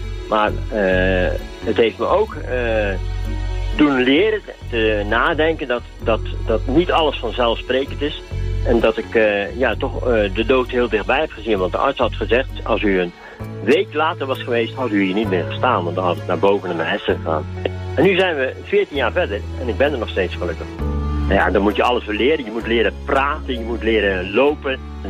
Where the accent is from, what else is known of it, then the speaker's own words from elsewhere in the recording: Dordrecht, South Holland, Netherlands; uit Dordrecht. Ik ben 68 jaar.